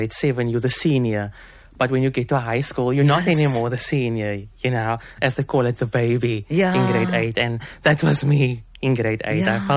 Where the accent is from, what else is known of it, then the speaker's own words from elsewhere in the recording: Manenberg, Western Cape, South Africa; And I don't want Menenberg, oh, I come from Menenberg, I don't want that to be the end goal. You know, when people see you come from Menenberg, they have this narrative, oh, it's gangsterism, it's poverty, it's people that drop out of school.